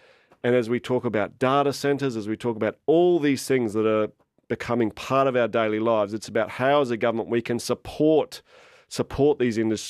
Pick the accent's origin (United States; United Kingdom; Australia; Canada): Australia; Alice Springs, Northern Territory; whether it be on flood mitigation, my hometown of Alice Springs, we're making sure that money is spent effectively.